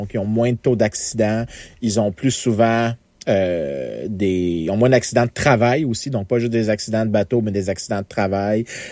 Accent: Quebec, Canada; moi, j'ai grandi sur la rue sud de Montréal.

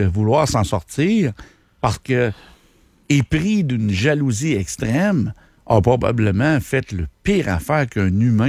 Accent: Quebec, Canada; Bon, je sais qu'on est Québécois.

